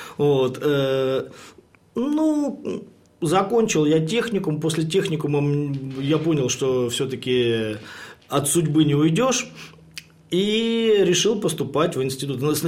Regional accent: Trubchevsk, Bryansk Oblast, Russia; moved away as an adult; also born or lived in Pereslavl-Zalessky, Yaroslavl Oblast; now in Oryol, Russia; оттуда родом мой отец, и мы переехали в город, не менее древний город Трубчевск в Брянской области. Вот. Город с тысячелетней историей, небольшой маленький городок. Вот. И там, в принципе, я вырос, закончил школу, закончил музыкальную школу.

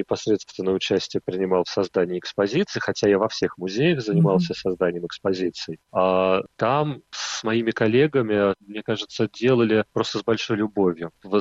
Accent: Taldom, Moscow Oblast, Russia; Я уроженец этих мест, и более того, некоторые ветки моей родословной, они здесь были еще в 17 столетии, так что я, можно сказать, коренной талдомчанин.

